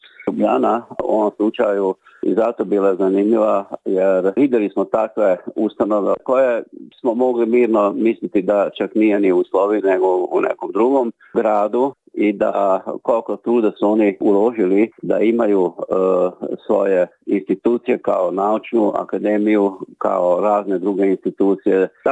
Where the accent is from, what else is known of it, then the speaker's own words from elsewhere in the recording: Hungary; otac Mihajlo je bio izuzetno ljubazan i jako sretan što smo mi kao Srbi iz Mađarske došli.